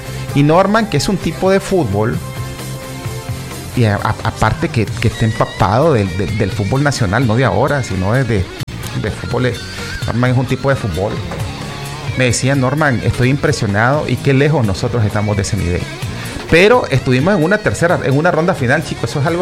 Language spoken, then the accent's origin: Spanish; Nicaragua; soy de un país, chico, digamos que soy nicaragüense, que soy de un país que aspira a estar en una Copa del Mundo